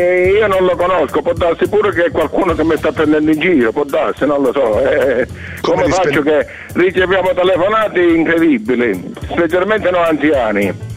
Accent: Calabria, Italy; Io non sono d'Agrigento, sono calabrese.

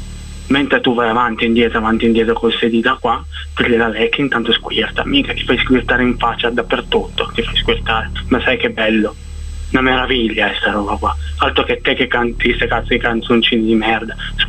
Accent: Asti, Piedmont, Italy; Sono di Asti

